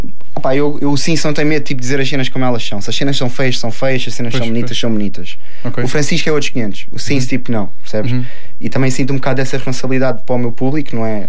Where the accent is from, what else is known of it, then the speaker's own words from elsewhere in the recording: Algarve, Portugal; accent: Algarvian; Sou algarvio, não sou lisboeta, não sou nortenho, não sou outra coisa.